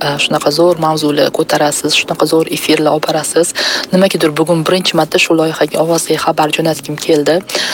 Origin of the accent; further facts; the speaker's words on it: Tashkent, Uzbekistan; Chorsuda ish shaharda katta bo'lganman